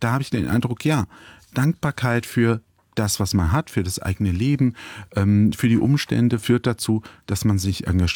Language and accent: German; Butzbach, Hesse, Germany; Ja, auch bei uns in Putzbach, wo ich zu Hause bin, in meiner Heimatstadt, gibt es eine Genossenschaft